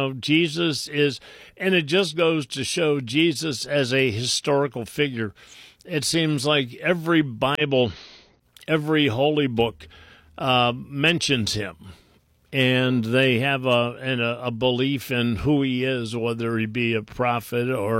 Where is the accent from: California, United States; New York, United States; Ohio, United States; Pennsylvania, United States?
Ohio, United States; For me, this was my Northeast Ohio. It was my hometown